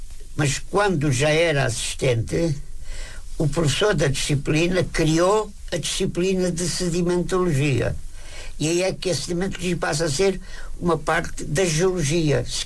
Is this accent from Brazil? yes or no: no; Évora, Alentejo, Portugal; moved away as an adult; eu venho de Évora, uma cidade de províncias. Estou na capital sozinho